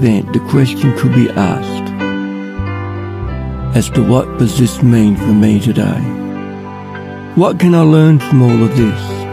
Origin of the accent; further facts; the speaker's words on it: Ballarat, Victoria, Australia; I'm from Ballarat.